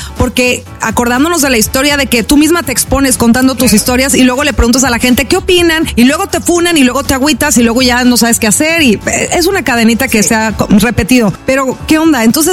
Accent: Mexico; soy mexicana, con mucho orgullo.

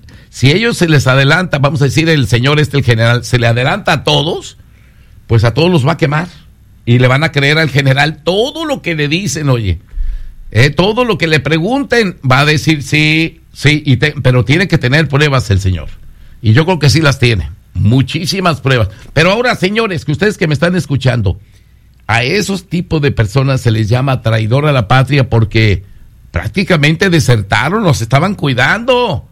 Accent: Mexico; Bueno, ya sabes cómo somos los mexicanos.

